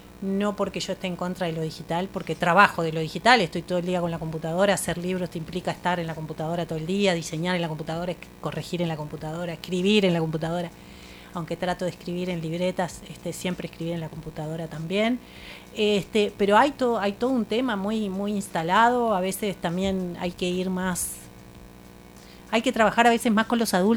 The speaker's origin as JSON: {"language": "Spanish", "region": "Tacuarembó", "country": "Uruguay", "tie": "born there", "moved": "yes", "said": "Yo soy de Tacuarembó, nací en Tacuarembó."}